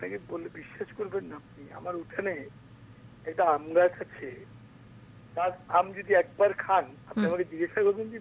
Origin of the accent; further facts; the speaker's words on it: Tripura, India; now in Agartala, India; বাংলাদেশের সীমান্তে আমাদের বাড়ি ছিল